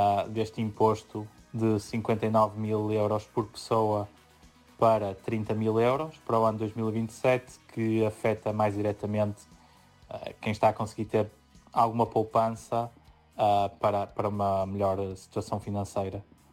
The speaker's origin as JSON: {"language": "Portuguese", "town": "Porto", "region": "Norte", "country": "Portugal", "tie": "born or raised there", "moved": "as an adult", "lives_now": "Netherlands", "said": "sou natural do Porto. Eu vivo nos Países Baixos há cerca de 4 anos, com a minha mulher, que é também portuguesa."}